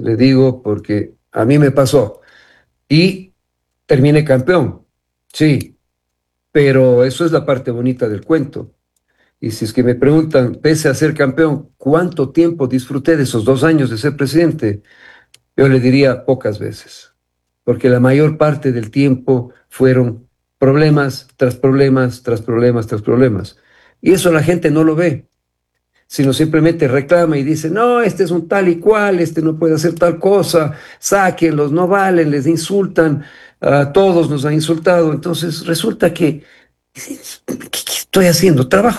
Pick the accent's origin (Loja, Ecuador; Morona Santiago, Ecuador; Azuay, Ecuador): Azuay, Ecuador; Cuenca; somos cuencanos y vivimos acá